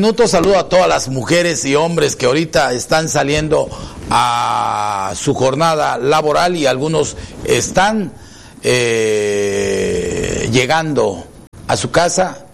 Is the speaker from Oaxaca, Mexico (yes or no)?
no; Chiapas, Mexico; bendiga a mi tierra de Chiapas